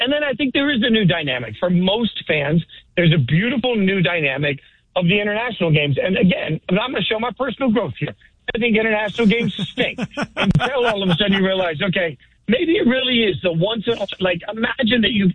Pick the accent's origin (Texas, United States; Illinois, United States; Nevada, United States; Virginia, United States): Nevada, United States; Las Vegas; I've never hidden the fact that being born and raised in Vegas meant my favorite football team suddenly wound up in the city that made me.